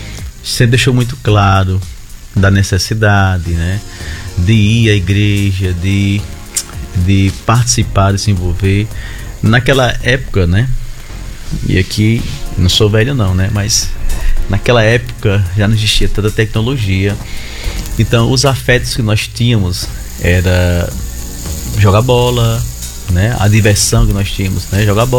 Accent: Patos, Paraíba, Brazil; moved away as an adult; now in Mossoró, Brazil; Eu sou de Patos, né? Próximo a Catolé do Rocha.

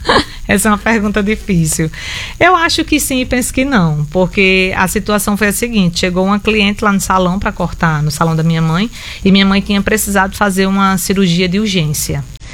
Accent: São Paulo, Brazil; born there; moved away; eu nasci em São Paulo, eu e minha irmã.

